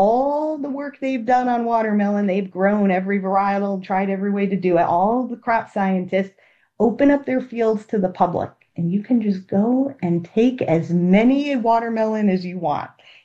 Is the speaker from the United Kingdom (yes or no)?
no; Ann Arbor, Michigan, United States; also born or lived in Asheville / Charleston; now in Macon, United States; I grew up in Ann Arbor, Michigan. So the Triangle feels very familiar to me because I grew up in a university town.